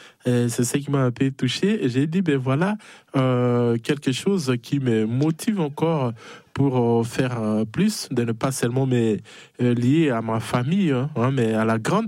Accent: DR Congo; Moi, d'abord, je suis congolais d'origine, hein, de la République démocratique du Congo.

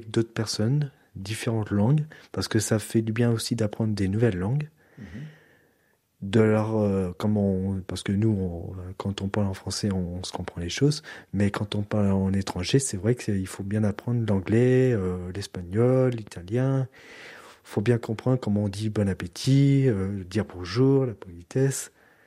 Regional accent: France; nous on est français

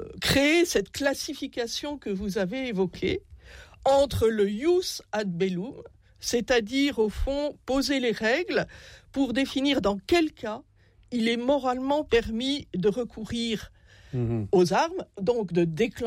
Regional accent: France; parce que nous sommes français, le philosophe Jean-Jacques Rousseau

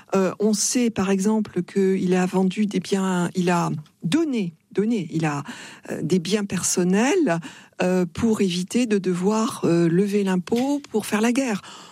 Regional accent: Occitanie, France; now in Paris, France; Je suis parisienne, je suis originaire du Tarn, mais parisienne maintenant. Et puis je retourne dans le Tarn, je retourne à mes racines.

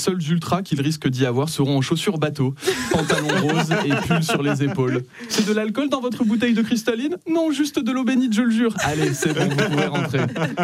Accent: Metz, Grand Est, France; now in Paris, France; Parce que oui, j'ai grandi à Metz, j'habite à Paris, et mes blagues sont lourdes.

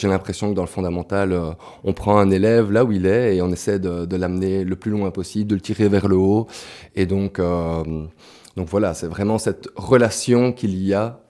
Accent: Wallonia, Belgium; moved away as an adult; also born or lived in Lubumbashi, Congo; now in Namur area, Belgium; Moi, je viens d'un petit village qui est situé près de Liège. Voilà, où j'ai fait aussi mes classes primaires et maternelles dans ce petit village.

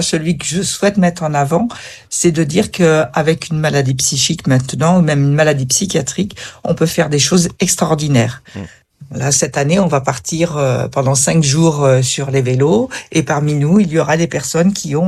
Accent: Tours, Centre-Val de Loire, France

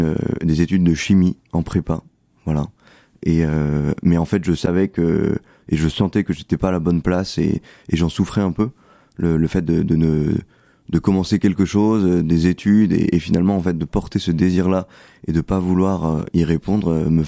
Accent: Compiègne, Hauts-de-France, France; parce que je suis originaire de Compiègne en Picardie.

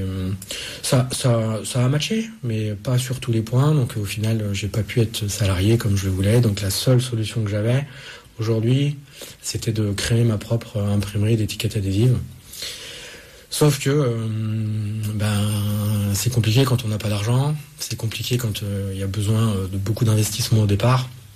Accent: Orléans, Centre-Val de Loire, France; moved away as an adult; also born or lived in Grenoble; now in Burgundy, France; je suis originaire d'Orléans, donc je ne suis pas du tout bourguignon à la base. Mais la Bourgogne m'a adopté. Et donc, je suis en Bourgogne depuis 2003.

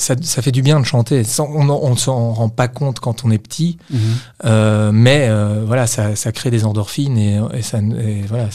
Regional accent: Nivelles, Wallonia, Belgium; born there; also born or lived in Brussels / Paris; moi j'étais à l'école en secondaire à Nivelles.

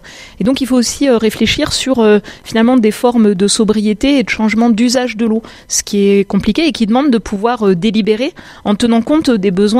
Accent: Grand Est, France; j'ai grandi en Lorraine. Je passais mes vacances d'été en Bretagne

